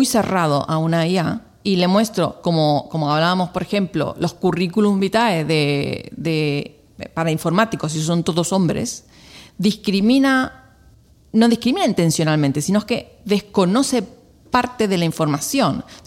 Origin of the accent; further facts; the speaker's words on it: Argentina; born there; Por si no se dieron cuenta, soy argentina de nacimiento y voy a filosofar.